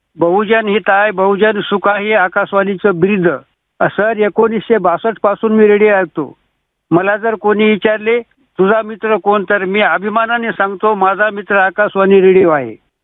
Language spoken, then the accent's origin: Marathi; Govindpur, Maharashtra, India; माझं गाव गोविंदपूर, तालुका पूर्णा.